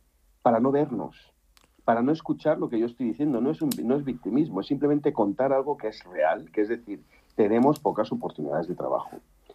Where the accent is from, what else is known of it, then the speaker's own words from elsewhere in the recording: Palma, Balearic Islands, Spain; born there; yo soy mallorquín, soy nacido en Palma, Mallorca.